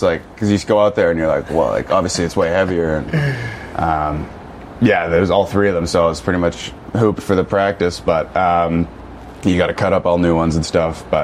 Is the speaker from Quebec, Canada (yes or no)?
no; Carp, Ontario, Canada; I'm from Carp. Nobody knows Carp, though.